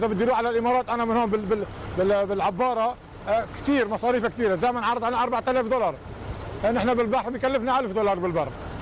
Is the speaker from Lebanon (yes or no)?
yes; Lebanon; نحن كلبنانيين لا، نحن صراحة ما في ما جينا خط تجاري، نحن جينا بالمساعدات.